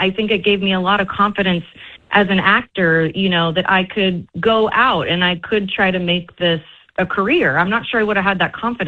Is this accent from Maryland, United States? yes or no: no; New Albany, Indiana, United States; moved away; also born or lived in Louisville, Kentucky; I'm originally from New Albany, Indiana, yes.